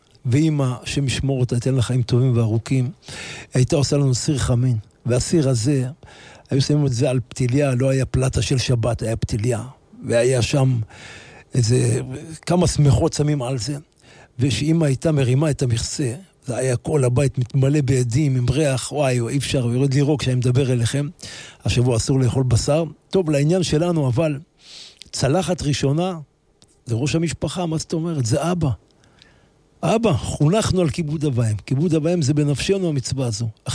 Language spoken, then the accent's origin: Hebrew; Jerusalem, Jerusalem District, Israel; אני גדלתי בבוכרים, אתם יודעים, השכונות שם זה שכונות שנבנו לפני 140 שנה, 130 שנה, 150 שנה. הייתי גר בבית ישן מאוד